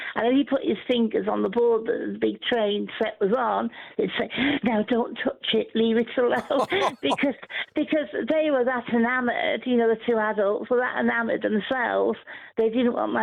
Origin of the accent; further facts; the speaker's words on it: Northwich, North West England, United Kingdom; moved away; I returned home to my hometown, Northwich in Cheshire